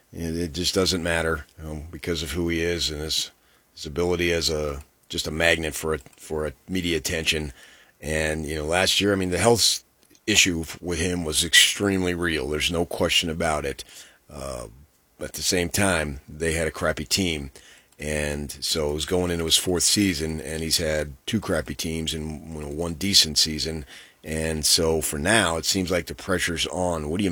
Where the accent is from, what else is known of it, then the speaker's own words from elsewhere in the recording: New Jersey, United States; Since you're a Philly area guy, I'm born and raised in North Jersey. A lot of experience in South Jersey.